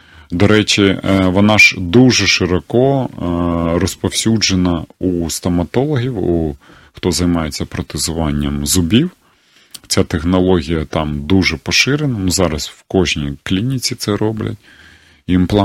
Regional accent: Kyiv, Ukraine; Ось, а я сам з Києва, чому в Києві нема?

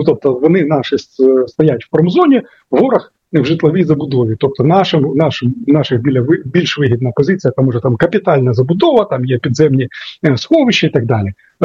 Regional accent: Sumy, Sumy Oblast, Ukraine; моє рідне місто Суми

